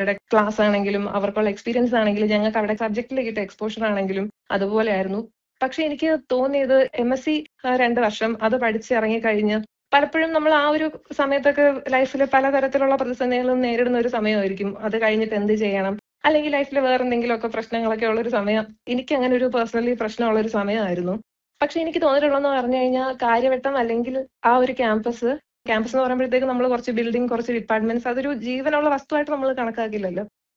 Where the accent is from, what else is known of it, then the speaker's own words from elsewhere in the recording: Thiruvananthapuram, Kerala, India; ഞാൻ തിരുവനന്തപുരം സ്വദേശിനിയാണ്.